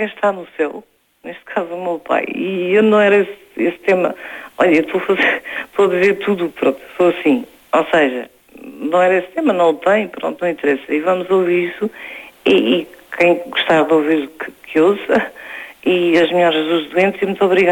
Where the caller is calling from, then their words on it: Alentejo, Portugal